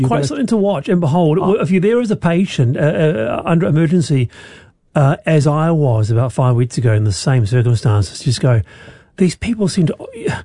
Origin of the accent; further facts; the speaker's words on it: Manurewa, Auckland, New Zealand; it's a picture of me growing up in Manurewa. And here I am, 8 years old.